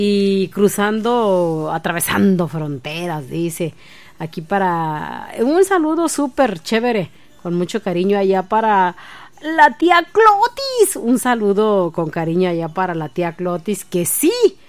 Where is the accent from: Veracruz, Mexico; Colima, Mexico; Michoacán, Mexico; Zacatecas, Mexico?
Michoacán, Mexico; uno como mexicano y más como michoacano.